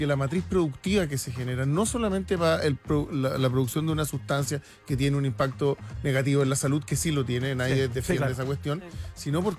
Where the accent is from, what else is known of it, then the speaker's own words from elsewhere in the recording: Chile; estamos tomando mucho como chilenos